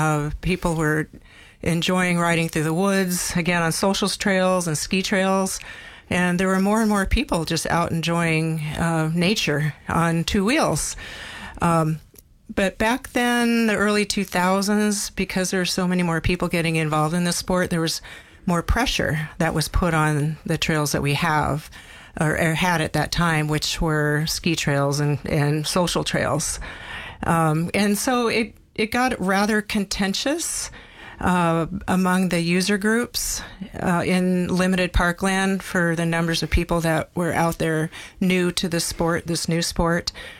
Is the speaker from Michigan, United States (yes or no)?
no; Anchorage, Alaska, United States; I was born and raised on the Anchorage hillside. My parents came to Alaska in 1953.